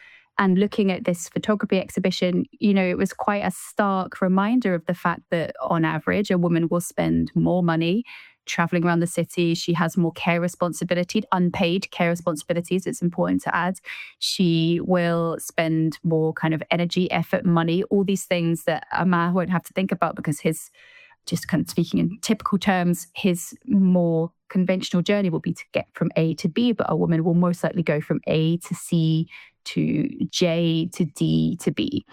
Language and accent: English; Glenrothes, Scotland, United Kingdom; Glenrothes, my hometown